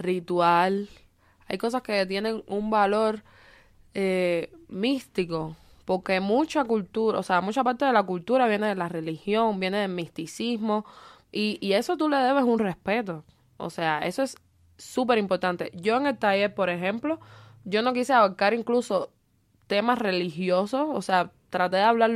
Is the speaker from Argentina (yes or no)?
no; Cuba; ya porque soy cubana